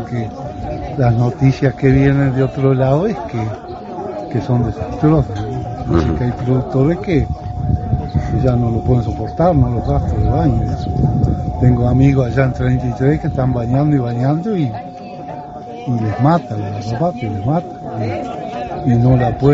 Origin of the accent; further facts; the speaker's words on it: Durazno, Uruguay; toda la vida. Mis padres vinieron hace 70 años y bueno, yo nací, me crié acá.